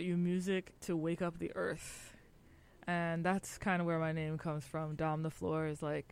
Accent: New Orleans, Louisiana, United States; I'm from New Orleans, so I have a lot of ancestral vibes in my musical

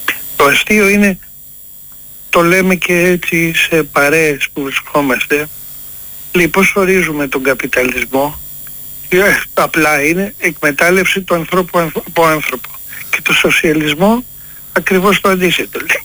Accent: Athens, Attica, Greece; born there; Όχι, εγώ έχω γεννηθεί στην Αθήνα.

